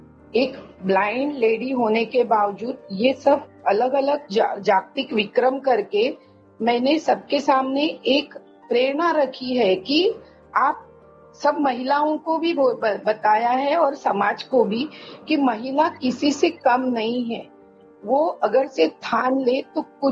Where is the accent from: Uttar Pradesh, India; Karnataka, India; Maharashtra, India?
Maharashtra, India; Sindhudurg district; born or raised there